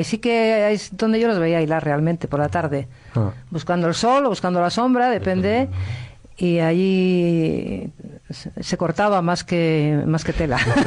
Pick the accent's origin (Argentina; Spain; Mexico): Spain; Castile and León; En el páramo, concretamente en mi pueblo, lo que más disfruté fueron las noches al fresco de verano.